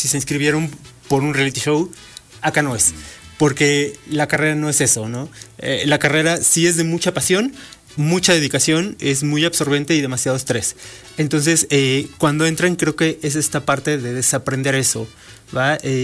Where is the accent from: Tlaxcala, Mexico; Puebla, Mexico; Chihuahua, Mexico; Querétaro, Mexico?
Puebla, Mexico; nosotros viajamos a otro estado como poblanos